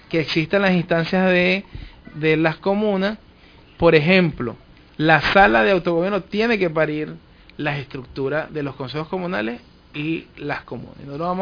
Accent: Venezuela; los venezolanos somos un pueblo resiliente, un pueblo solidario y un pueblo que en las dificultades nos crecemos

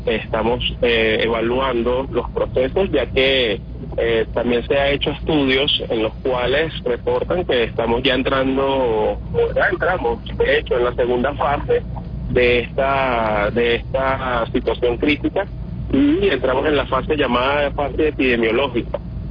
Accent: La Guaira, Venezuela; bueno, las personas que somos de La Guaira, en una etapa de transición, de evolución

